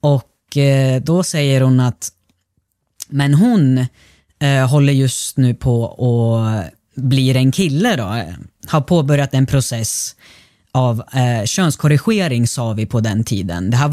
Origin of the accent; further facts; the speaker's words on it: Russia; now in Sweden; Men jag följde med tillbaka till Ryssland då, som är där vi kommer ifrån.